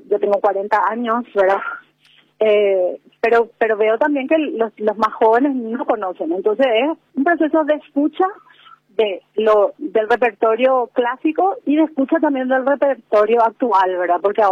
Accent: Paraguay; yo siento que el ritmo del castellano que hacemos los paraguayos es súper asincopado, ¿verdad?

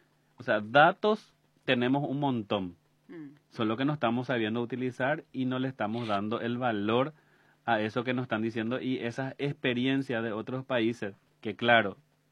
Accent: Paraguay

